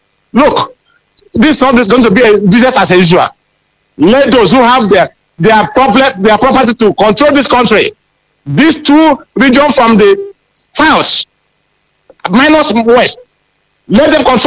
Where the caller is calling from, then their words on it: Ibadan, Oyo, Nigeria; I'm calling here in Ibadan.